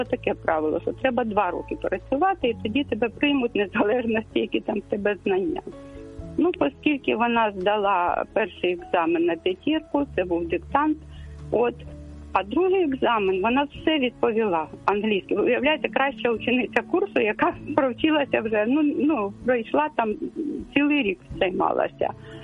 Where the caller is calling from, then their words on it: Kyiv, Ukraine; я з Києва дзвоню.